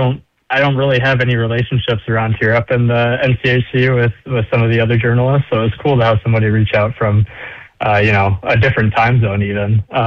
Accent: Houston, Texas, United States; moved away as an adult; now in Grand Forks, North Dakota, United States; I grew up in Houston, Texas, moved up here for college

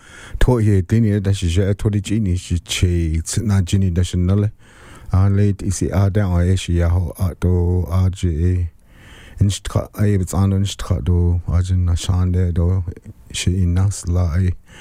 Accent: Pine Springs, Arizona, United States; also born or lived in Fort Defiance, Arizona; And I was born in Fort Defiance, but I was raised in Pine Springs, Arizona, on the Dene Nation, or also known as the Navajo Nation, Denetra, they call it. So, but yeah, that's where I was raised, and also went to school in the surrounding area.

